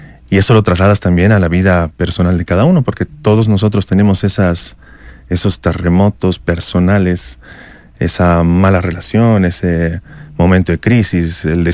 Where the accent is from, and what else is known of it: Bolivia